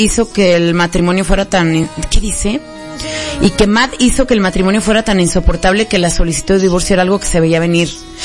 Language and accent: Spanish; Mexico City, Mexico; De CDMX y luego me fui a Estado de México. Y luego aquí he vivido como en 1000 casas, entonces me sé chismes de todos lados.